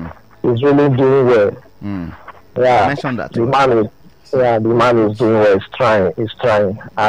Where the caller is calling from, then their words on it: Nigeria; I'm calling from Ijuishaga.